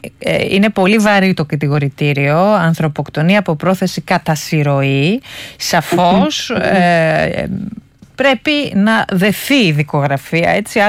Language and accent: Greek; Lamia, Central Greece, Greece; Η πόλη μου, η Λαμία